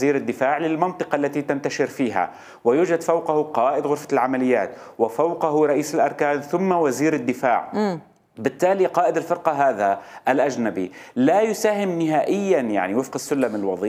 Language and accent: Arabic; Syria; ونحن في سوريا